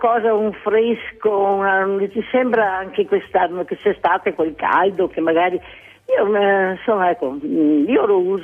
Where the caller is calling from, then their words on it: San Pietro di Lavagno, Veneto, Italy; Sono di San Pietro di Lavagno.